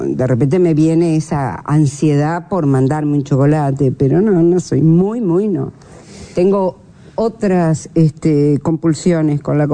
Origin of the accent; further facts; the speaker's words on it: Piriápolis, Maldonado, Uruguay; moved away; hice ballet en mi pueblo natal o de infancia.